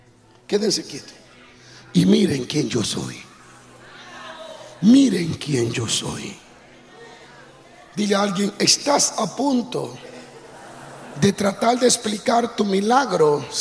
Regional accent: Dominican Republic; como dominicano tigre en ese tiempo, cristiano pero sabio, yo dije, si pregunto de quién es, en San Pedro, en una calle de dominicana

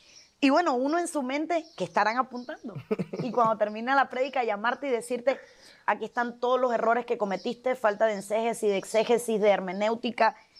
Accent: Cuba; en Cuba entraba por CD o por memoria. Estamos hablando de 2010, 2011 y todavía no había internet en mi país.

